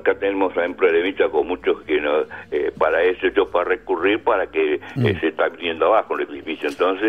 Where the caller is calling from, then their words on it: Buenos Aires, Argentina; … de Piedrabuena, Lugano.